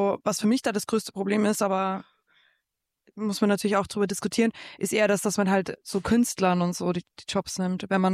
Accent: Austria; accent: Austrian dialect; moved away as an adult; now in Germany; in Österreich durfte ich die Nachrichten sprechen, aber ich glaube, in Deutschland wäre das gar nicht so leicht, weil man meinen österreichischen Dialekt noch so ganz leicht raushört.

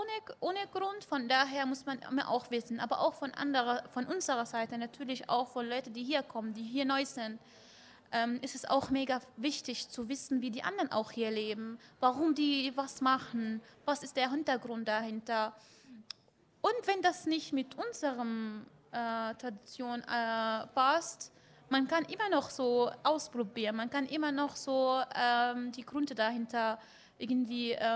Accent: Bavaria, Germany; ich komme aus der Nähe von Würzburg

